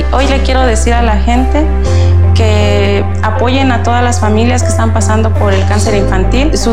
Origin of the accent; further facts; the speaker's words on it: Santa María Magdalena, Querétaro, Mexico; soy mamá de Arely Sofía. Tiene 3 años, venimos de Santa María Magdalena, Querétaro.